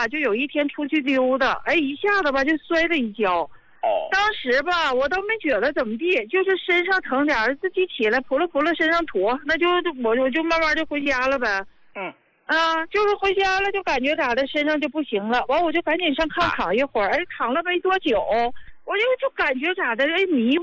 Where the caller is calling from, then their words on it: Dandong, Liaoning, China; 我是丹东的一名患者